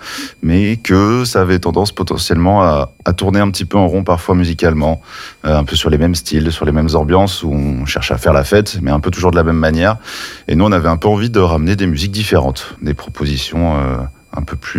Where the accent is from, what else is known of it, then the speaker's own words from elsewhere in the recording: Lyon, Auvergne-Rhône-Alpes, France; Alors, pas tant. On est principalement de Lyon, pour une bonne partie de notre équipe.